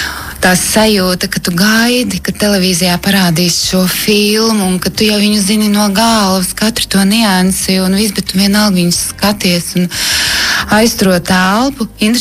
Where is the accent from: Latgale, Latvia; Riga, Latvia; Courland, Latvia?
Courland, Latvia; Talsi; no Talsiem, no Kurzemes